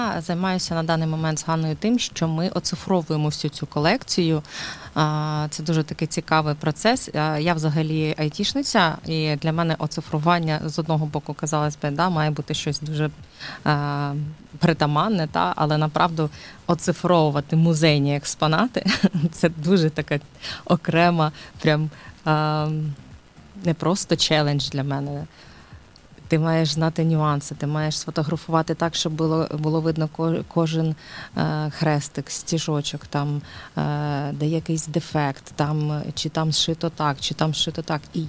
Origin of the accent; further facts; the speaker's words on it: Dnipro, Dnipropetrovsk Oblast, Ukraine; moved away; also born or lived in Slobozhanshchyna; я ж сама з Дніпра, тому Слобожанщина – це мій рідний край.